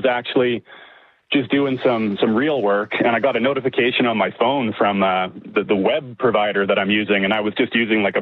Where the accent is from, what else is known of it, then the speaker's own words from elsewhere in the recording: Winnipeg, Manitoba, Canada; now in Calgary, Canada; I was born and raised in Winnipeg. I live in Calgary now, but I've followed the Jets ever since